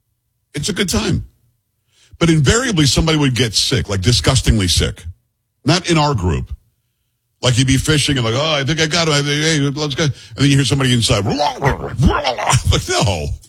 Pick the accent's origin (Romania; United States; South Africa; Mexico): United States; Florida; See, I grew up in South Florida where you deep sea fish.